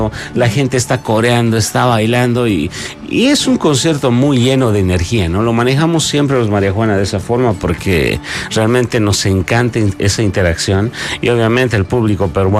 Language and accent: Spanish; Bolivia; Nosotros venimos del corazón de Bolivia.